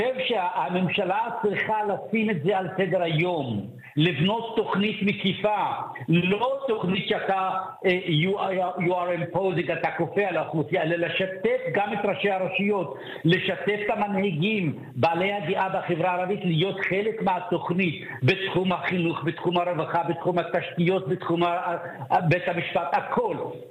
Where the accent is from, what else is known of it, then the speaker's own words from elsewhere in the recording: Canada; אני למען הגילוי הנאות, אני גם קנדי